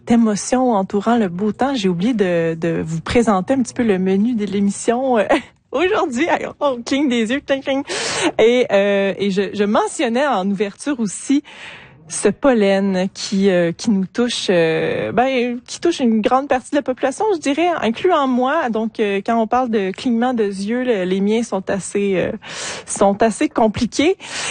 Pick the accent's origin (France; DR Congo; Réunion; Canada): Canada; Quebec